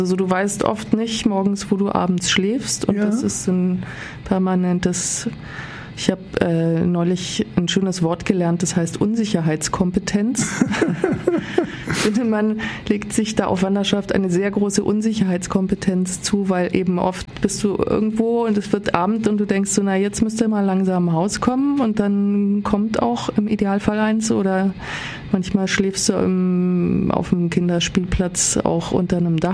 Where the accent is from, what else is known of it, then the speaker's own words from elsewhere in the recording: Southern Germany, Germany; born there; moved away; Also ich komme aus dem Westen, also eben geboren bin ich in Süddeutschland.